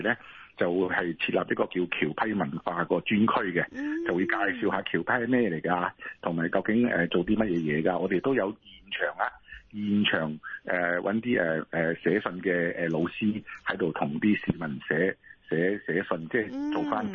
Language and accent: Cantonese; Chaozhou, Guangdong, China; 第一部分就当然系我哋潮州人嘅特色啦